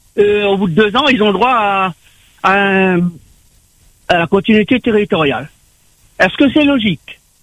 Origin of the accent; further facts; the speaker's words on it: Réunion; born there; Je suis né à la Réunion.